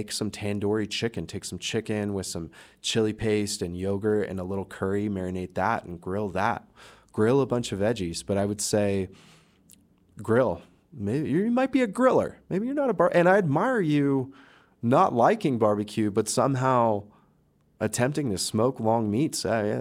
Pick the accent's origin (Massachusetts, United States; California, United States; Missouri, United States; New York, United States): California, United States; I'm from California